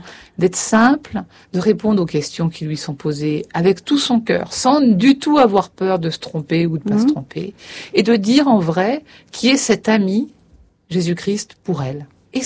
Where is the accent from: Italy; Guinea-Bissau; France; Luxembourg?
France; je suis française au XXIe siècle, dominicaine certes